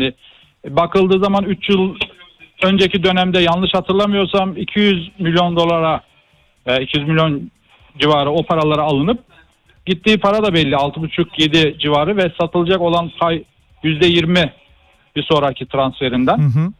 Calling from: Samsun, Turkey; Samsun'dan arıyorum ben.

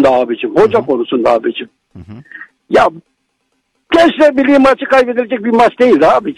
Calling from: Izmir, İzmir, Turkey; İzmir'den arıyorum.

